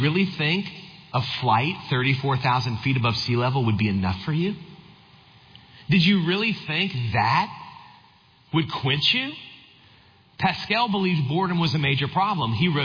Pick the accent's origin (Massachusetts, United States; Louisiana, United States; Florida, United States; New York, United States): Louisiana, United States; New Orleans; I grew up in South Louisiana, New Orleans area.